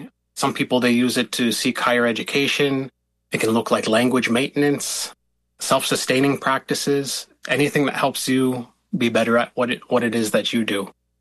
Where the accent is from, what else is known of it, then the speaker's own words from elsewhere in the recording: Red Lake, Minnesota, United States; also born or lived in Ponemah; now in Fond du Lac Reservation, United States; I come from the Eagle Clan at Red Lake. My family comes from the community of Obashing, Panema, as well as Cass Lake over at Leech Lake. And I've been living here at Fond du Lac Reservation for about 10 and a half years now.